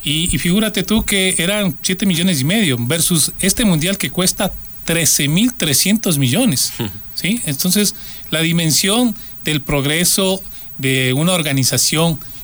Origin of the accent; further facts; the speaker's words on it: Ecuador; todos nosotros como ecuatorianos